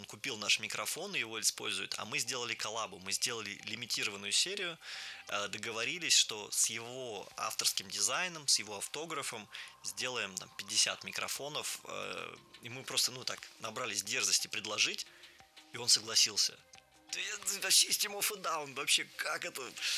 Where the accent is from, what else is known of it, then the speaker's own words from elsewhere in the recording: Russia; мы из России